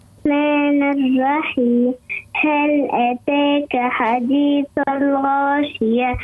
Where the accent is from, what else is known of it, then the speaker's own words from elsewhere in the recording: Manouba, Tunisia; من المنوب.